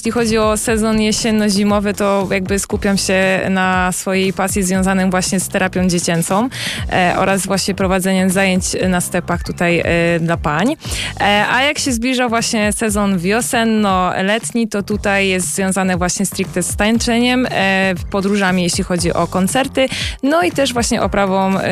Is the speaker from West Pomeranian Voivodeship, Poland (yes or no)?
no; Sochaczew, Masovian Voivodeship, Poland; że jest moje rodzinne miasto, no to było niesamowite przeżycie i to był ogromny stres, bo wiedziałam, że będzie bardzo dużo moich znajomych, rodziny, ludzi z pracy, ludzi, które mnie jakby kojarzą po prostu z Sochaczewa.